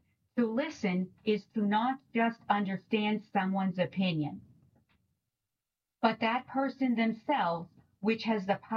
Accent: Cleveland, Ohio, United States; I'm from Cleveland, he managed to say. That's the first time I ever read anything good about my hometown.

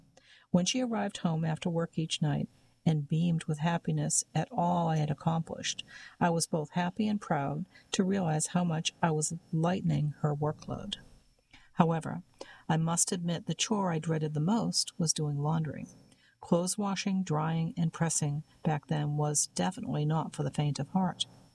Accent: Mount Vernon, New York, United States; were referred to in our neighborhood in Mount Vernon, New York, as the Irish twins

